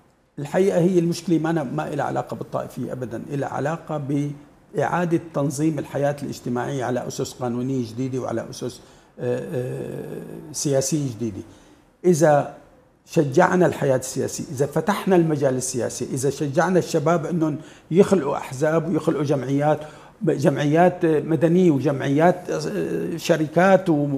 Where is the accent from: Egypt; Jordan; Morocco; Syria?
Syria; نحن ما لنا كسوريين